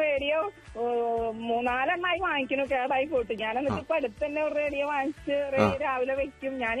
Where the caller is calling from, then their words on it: Irinjalakuda, Kerala, India; ഇത് ഇരിങ്ങാലക്കുടക്ക് അടുത്ത് ഞങ്ങൾ ഇരിക്കുന്ന ഇടം വിഷ്ണുപുരം.